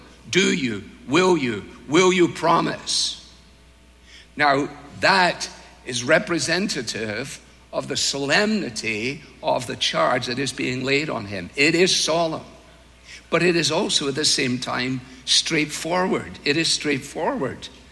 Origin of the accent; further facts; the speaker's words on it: Scotland, United Kingdom; moved away as an adult; now in United States; As a Scotsman